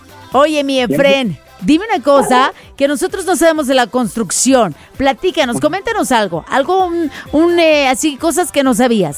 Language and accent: Spanish; Mexico; curiosidades de México y de nosotros, los mexicanos